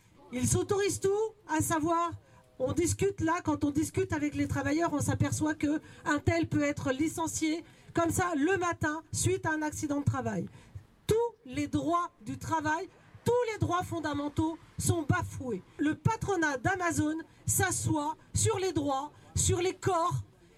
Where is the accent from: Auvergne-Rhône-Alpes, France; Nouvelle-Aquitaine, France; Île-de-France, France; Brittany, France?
Île-de-France, France; Melun; je suis organisée aussi en tant que travailleuse à Solidaire, mais dans le 77, je viens de Melun